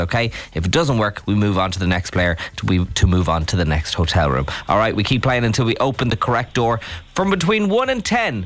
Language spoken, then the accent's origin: English; County Meath, Ireland; I'm from Mead and I love Mead, but I didn't know any of them were in Mead.